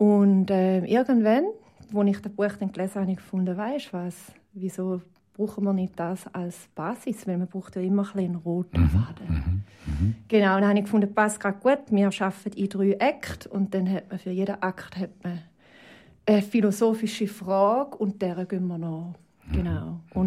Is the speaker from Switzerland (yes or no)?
yes; Schaffhausen, Switzerland; Ich komme aus Schaffhausen.